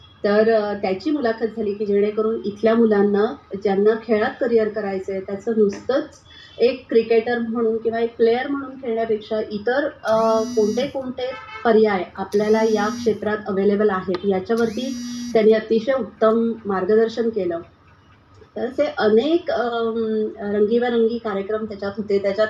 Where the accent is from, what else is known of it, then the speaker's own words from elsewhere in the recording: Mumbai, Maharashtra, India; मुंबईचे तरी माझं मूळ कोकण